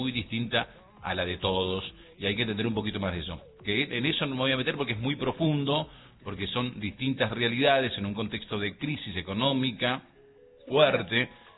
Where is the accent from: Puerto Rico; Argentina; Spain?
Argentina; Rama Caída, Mendoza